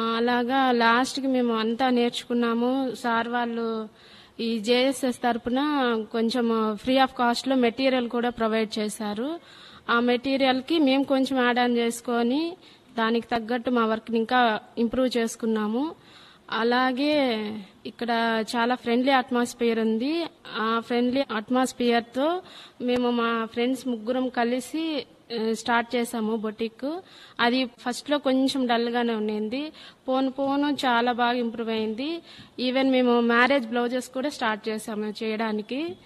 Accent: Tirupati, Andhra Pradesh, India; నేను తిరుపతి నుంచి వస్తున్నాను.

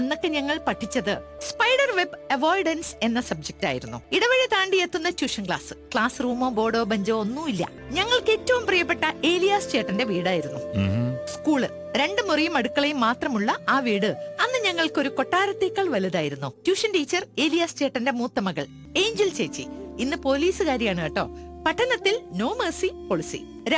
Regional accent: Kerala, India; മൂന്നാറിനോടടുത്തുള്ള ഇരുട്ടുകണം എന്ന സ്ഥലമാണ് എന്റെ ജന്മനാട്. മൂന്നാറിനോട് ചേർന്ന പ്രദേശമായതുകൊണ്ട് രാവിലെ പുറത്തിറങ്ങുമ്പോ തണുപ്പ് വെറും തണുപ്പല്ല, പല്ലുകൾ തമ്മിൽ മത്സരിച്ച് കൂട്ടിയിരിക്കുന്ന തണുപ്പ്.

